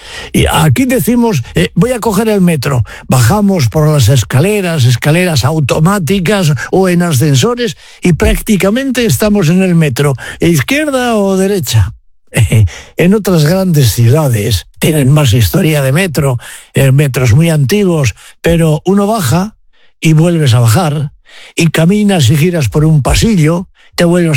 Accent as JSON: {"language": "Spanish", "town": "Bilbao", "region": "Basque Country", "country": "Spain", "tie": "born or raised there", "said": "soy de Bilbao. Estoy orgulloso de mi ciudad, de la ciudad en la que nací, de la ciudad en la que he vivido, de la ciudad que he visto cambiar durante toda una vida, durante toda una larga vida, afortunadamente."}